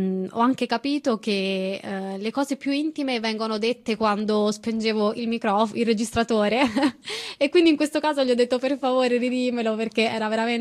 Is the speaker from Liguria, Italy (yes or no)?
no; Calabria, Italy; born there; now in Prato, Italy; Allora, io oggi sono a Firenze, ma abito a Prato, ma sono nata in Calabria